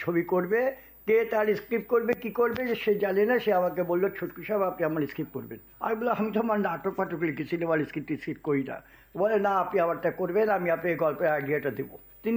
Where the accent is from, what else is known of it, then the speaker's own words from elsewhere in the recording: Narayanganj, Dhaka Division, Bangladesh; born there; also born or lived in Chittagong; শৈশবটা আমার কেটেছে নারায়ণগঞ্জে। নারায়ণগঞ্জে আমি 58 থেকে আছি, তার আগে ছিলাম চিটাগাঙে। চিটাগাঙের মিউনিসিপ্যালিটি হাই স্কুলে আমি ছোটকালে লেখাপড়া করেছিলাম ক্লাস 4 পর্যন্ত।